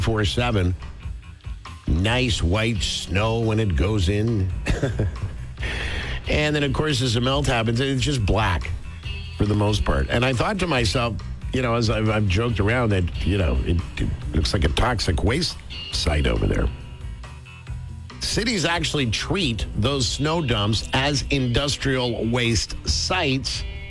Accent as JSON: {"language": "English", "town": "Montreal", "region": "Quebec", "country": "Canada", "tie": "born or raised there", "said": "my years of living in the city and growing up in Montreal"}